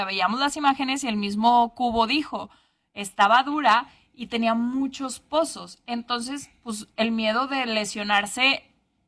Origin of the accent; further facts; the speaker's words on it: Aguascalientes, Mexico; Yo que vengo de Aguascalientes